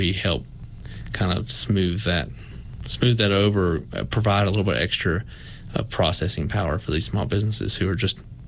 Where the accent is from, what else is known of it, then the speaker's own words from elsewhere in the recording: Meadowview, Virginia, United States; You know, I was a kid from Medview. I wasn't from Abingdon, even though Abingdon is where I do everything.